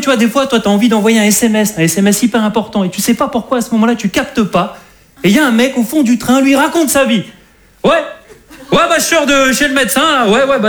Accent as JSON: {"language": "French", "region": "Hauts-de-France", "country": "France", "said": "je suis un ch'ti."}